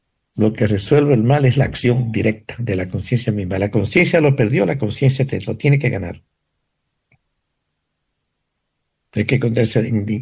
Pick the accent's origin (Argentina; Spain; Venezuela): Venezuela; moved away as an adult; ya era adulto, ¿no? Pero me pusieron en ese escenario, no sé, en la casa en que yo vivía hasta que salí de Venezuela.